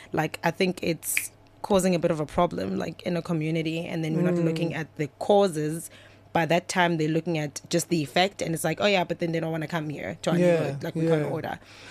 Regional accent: South Africa; born there; also born or lived in Harrismith, Free State / Durban, KwaZulu-Natal; So I grew up a little bit there and a little bit also in Durban.

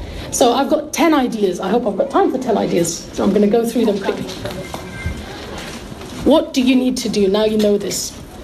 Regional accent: London, United Kingdom; born there; I went to a girls' school in Barnet.

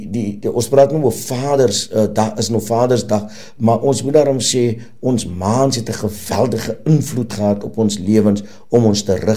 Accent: Cape Town, Western Cape, South Africa; ek het in Steenberg groot geword, ek het langs in een van die grootste gangs leaders geblei.

